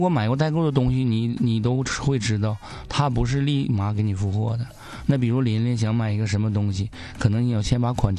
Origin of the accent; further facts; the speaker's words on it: Northeast China, China; accent: Northeastern; 用咱们东北话讲